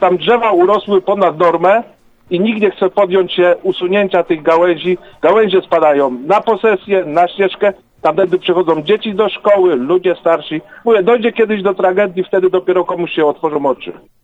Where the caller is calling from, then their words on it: Serby, Lower Silesian Voivodeship, Poland; bo mieszkam w Serbach.